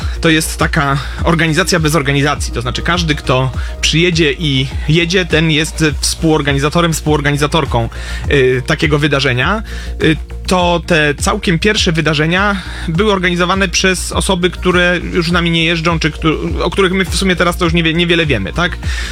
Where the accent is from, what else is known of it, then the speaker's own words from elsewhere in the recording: Kielce, Świętokrzyskie Voivodeship, Poland; U nas w Kielcach